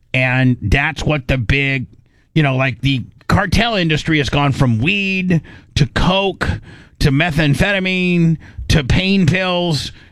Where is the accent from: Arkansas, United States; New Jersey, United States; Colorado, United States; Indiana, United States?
Indiana, United States; I was raised in Indiana with a Florida kicker.